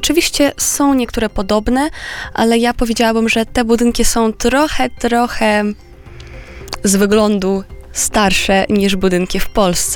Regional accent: Moldova; Polish is a second language; now in Poland; jak powiedziałam, że jestem z małego miasta, to oczywiście Kiszyniów, no to jest duże miasto dla mnie.

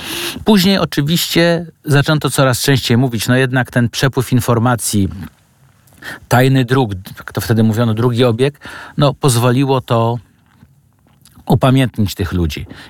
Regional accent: Warsaw, Masovian Voivodeship, Poland; mimo że my obaj z szanownym panem redaktorem jesteśmy warszawiakami z dziada pradziada, ale nie koncentrujmy się tylko na naszej kochanej Warszawie

